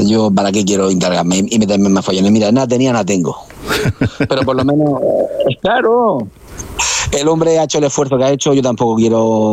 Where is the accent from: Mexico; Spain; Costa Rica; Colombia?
Spain; Puebla de Soto, Region of Murcia; soy murciano y sobre todo un pueblo pequeño que es Puebla de Soto, un pueblo que está medio olvidado